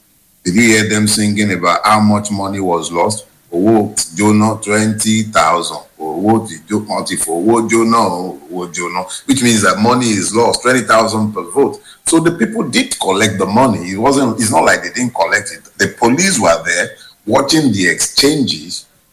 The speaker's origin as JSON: {"language": "English", "region": "Osun", "country": "Nigeria", "said": "but it's my home state."}